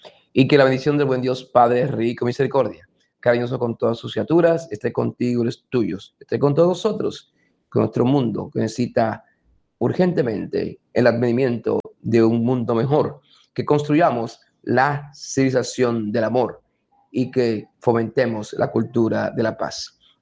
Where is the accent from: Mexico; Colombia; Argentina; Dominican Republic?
Dominican Republic; en nosotros como dominicanos